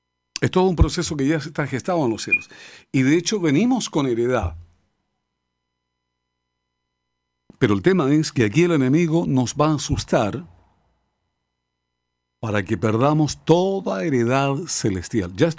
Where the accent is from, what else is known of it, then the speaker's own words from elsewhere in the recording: Parral, Maule, Chile; nosotros somos de Parral, de campo, familia de campo, muchos años, de pueblo.